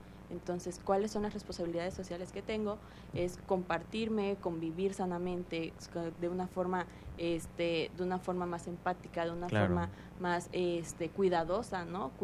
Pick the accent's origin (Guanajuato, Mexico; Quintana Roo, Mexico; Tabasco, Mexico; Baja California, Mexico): Tabasco, Mexico; y entonces yo soy tabasqueño, y entonces orgullosos de ser tabasqueños